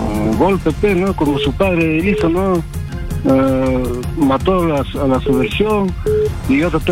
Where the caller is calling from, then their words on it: Lima, Peru; de Cercado de Lima.